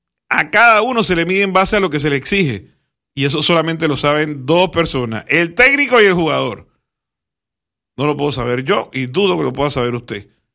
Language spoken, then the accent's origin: Spanish; Panama; entre nosotros mismos como panameños